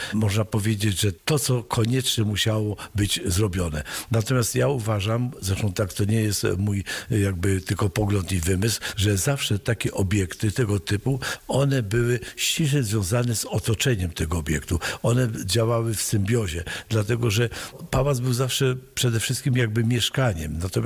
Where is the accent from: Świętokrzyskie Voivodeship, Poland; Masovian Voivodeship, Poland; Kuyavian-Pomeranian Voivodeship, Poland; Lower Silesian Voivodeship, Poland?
Kuyavian-Pomeranian Voivodeship, Poland; Skępe; born or raised there; moved away